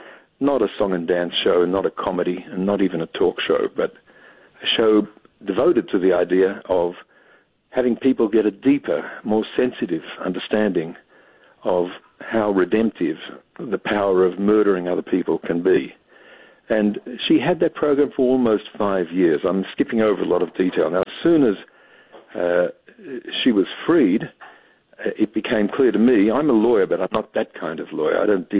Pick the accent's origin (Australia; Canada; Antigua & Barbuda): Australia; now in United States; I don't sound much like an American, and that's because I'm an Australian, born in Australia. But my wife's an American, and our children have all been Americans from birth.